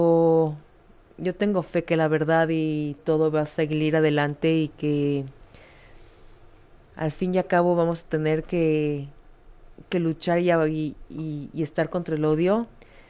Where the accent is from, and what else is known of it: Israel